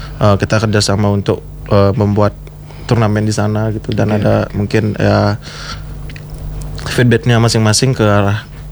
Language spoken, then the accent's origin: Indonesian; Singaraja, Bali, Indonesia; born there; Jadi aku sama teman-teman di sini pengen mengembangkan juga kota kelahiranku itu, Kak.